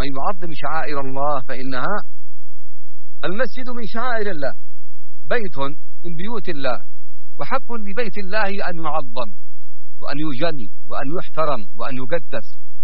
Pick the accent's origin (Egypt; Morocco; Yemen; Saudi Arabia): Yemen; عندنا في اليمن لو نسمع مثلا اللغة النهارية